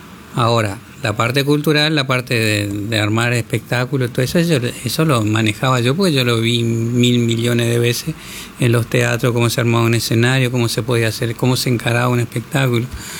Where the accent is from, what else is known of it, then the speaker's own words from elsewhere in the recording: Paso de los Libres, Corrientes, Argentina; born there; moved away; also born or lived in La Cruz / Buenos Aires; siendo de Paso de los Libres